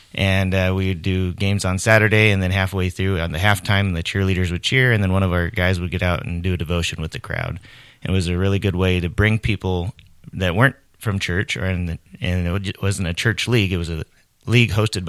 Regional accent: Palo Cedro, California, United States; But I grew up in Palo Cedro.

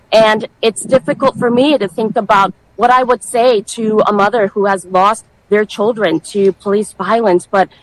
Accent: Madison, Wisconsin, United States; born or raised there

